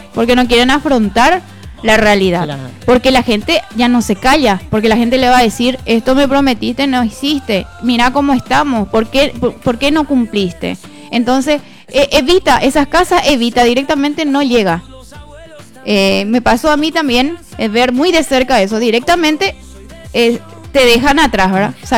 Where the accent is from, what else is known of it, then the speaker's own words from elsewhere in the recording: Puerto Samú, Itapúa, Paraguay; Nosotros somos de Puerto Samú.